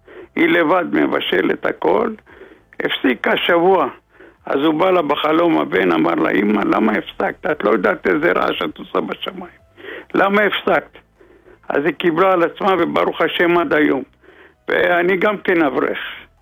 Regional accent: Jerusalem, Jerusalem District, Israel; אני מירושלים, מרמת שלמה.

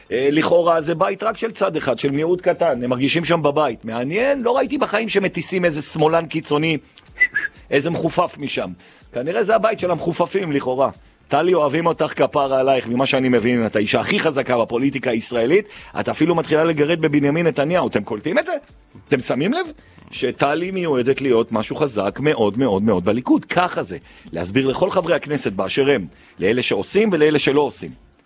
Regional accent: Jerusalem, Jerusalem District, Israel; בתור ירושלמים, אנחנו סובלים סבל מטורף.

